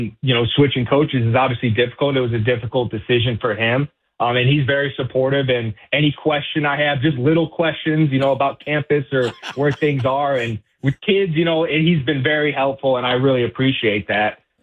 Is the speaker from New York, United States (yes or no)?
no; Ohio, United States; now in Phoenix area, Arizona, United States; I grew up just outside of Cleveland.